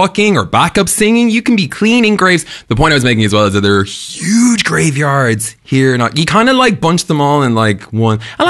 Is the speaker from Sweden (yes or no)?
no; Ireland; Ah, growing up in Ireland